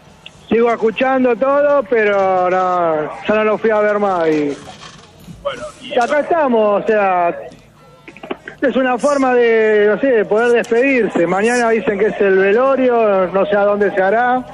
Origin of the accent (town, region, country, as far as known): San Martín, Buenos Aires Province, Argentina